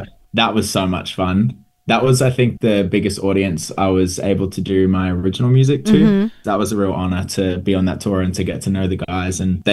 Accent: Brisbane, Queensland, Australia; now in Gold Coast, Australia; I am 22. I'm a singer-songwriter from Brisbane, Australia, but now Gold Coast, Australia.

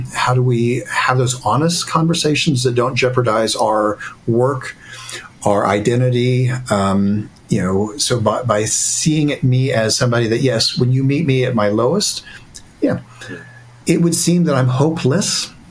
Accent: Ohio, United States; I don't wear plaid, but just because I come from Ohio, there's always this assumption.

